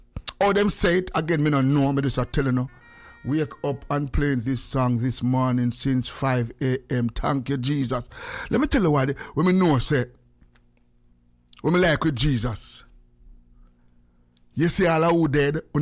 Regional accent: Kingston, Jamaica; Cabrera give you no, so I come from Tivoli Garden.

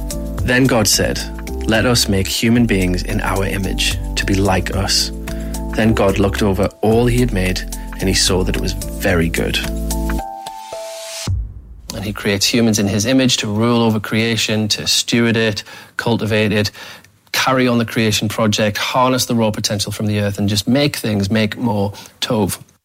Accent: North East England, United Kingdom; Born and bred in the Northeast

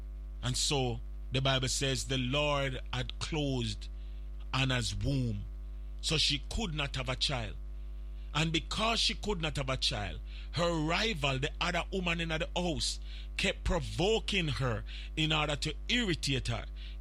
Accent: Jamaica; Because you know we as Jamaican, we leave off the H, right?

